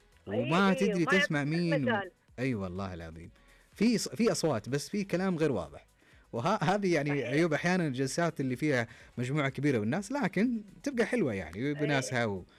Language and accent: Arabic; Dammam, Eastern Province, Saudi Arabia; بعدين يعني أنا من أبناء الدمام يعني فأكيد ما يحتاج